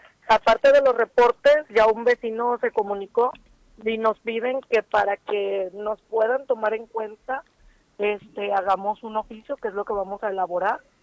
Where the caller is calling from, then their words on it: Villa de Álvarez, Colima, Mexico; yo soy vecina de la colonia Puerta de Rolón, ubicada en Villa de Álvarez, ahí a un costado de la Petatera.